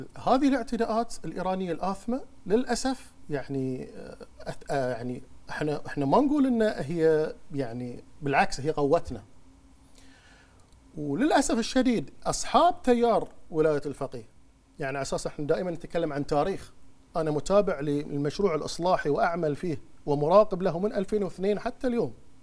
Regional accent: Bahrain; كلنا كبحرينيين

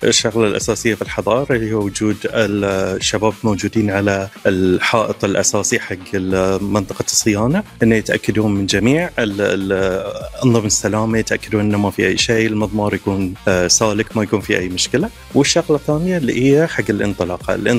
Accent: Bahrain; احنا عددنا كفريق من البحرين تقريبا 44 شخص

